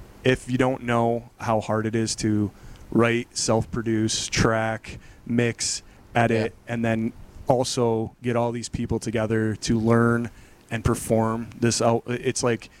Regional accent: Phelps, New York, United States; I was from Phelps, sauerkraut capital of the world.

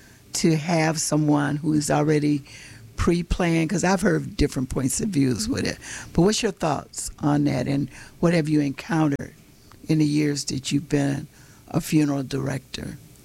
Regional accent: the South, United States; born there; now in Rochester, United States; even since I've been here in Rochester, New York, because I was born in the South.

